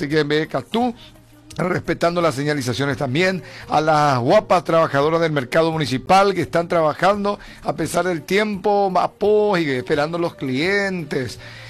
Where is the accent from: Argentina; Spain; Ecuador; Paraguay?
Paraguay; Somos paraguayos